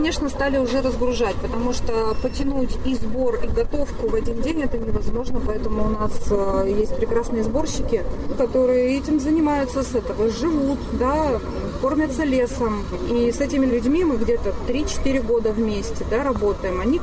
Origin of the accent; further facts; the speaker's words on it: Ural, Russia; Есть то, как готовят на моей малой родине, на Северном Урале.